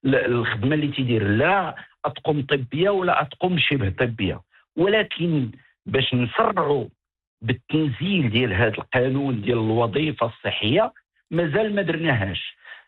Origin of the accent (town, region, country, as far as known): Morocco